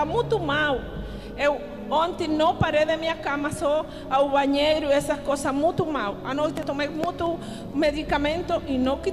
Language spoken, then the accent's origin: Portuguese; Venezuela; Portuguese is a second language; now in Brazil; Eu sou venezuelana, hein? Eu moro aqui em Vila Nova.